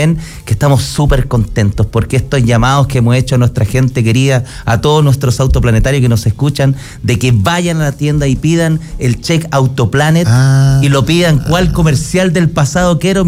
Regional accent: Chile; como chilenos nos sentimos muy orgullosos

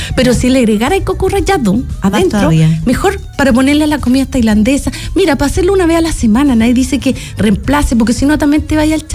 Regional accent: Chile; para nosotros los chilenos

